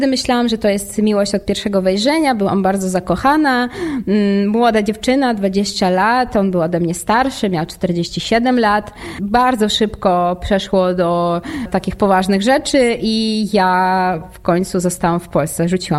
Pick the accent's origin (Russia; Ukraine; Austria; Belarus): Russia; Polish is a second language; moved away as an adult; also born or lived in Moscow; now in Katowice, Poland; jestem Rosjanką i 9 lat temu przeprowadziłam się do Polski.